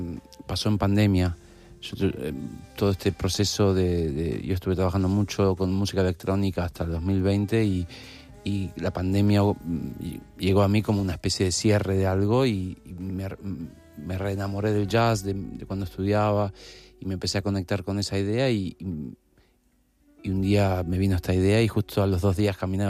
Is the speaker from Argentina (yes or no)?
yes; Argentina